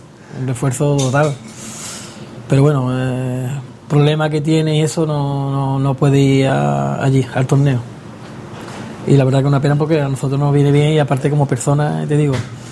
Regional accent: La Línea de la Concepción, Andalusia, Spain; dando también el nombre de nuestro pueblo, la línea.

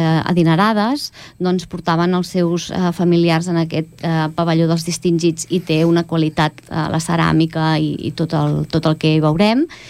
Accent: Castellvell del Camp, Catalonia, Spain; la gent del Baix Camp, perquè jo sóc de Castellvell, un poble al costat de Reus, sempre tenim aquesta part com que Gaudí, no? És nostre

